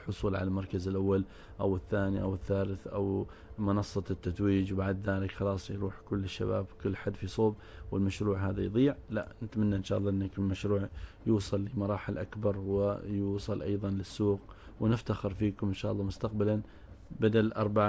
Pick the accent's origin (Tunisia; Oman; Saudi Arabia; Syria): Oman; عندنا في عمان